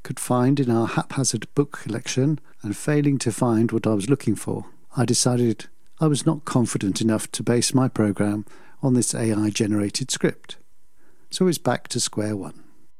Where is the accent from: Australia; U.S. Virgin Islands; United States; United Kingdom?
United Kingdom; England; now in Austria; I'm an Englishman living in Obertown